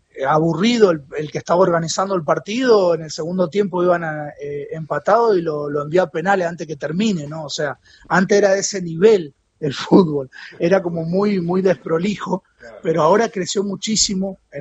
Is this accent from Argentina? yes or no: yes; Argentina; lo que menos piensan que soy argentino, piensan que soy marroquí, de Siria, o de Líbano, porque hablo un árabe que todavía no es puro, ¿no?